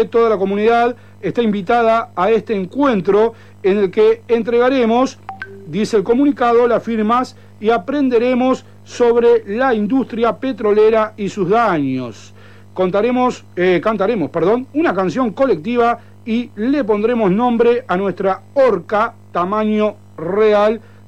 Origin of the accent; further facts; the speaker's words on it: Uruguay; Todo el uruguayo, el cual me incluyo